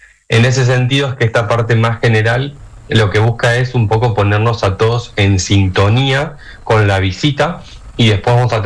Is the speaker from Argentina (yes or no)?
yes; Mar del Plata, Buenos Aires Province, Argentina; En mi caso, por ejemplo, yo soy de Mar del Plata.